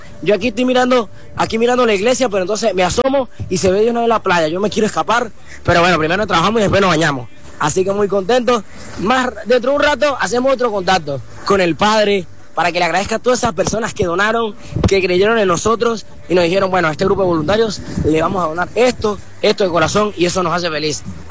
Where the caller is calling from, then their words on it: El Vigía, Mérida, Venezuela; venimos del Vigía, Estado Mérida.